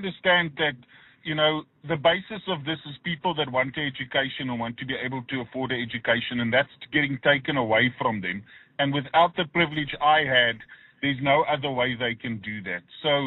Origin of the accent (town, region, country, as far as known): South Africa; born there; first language English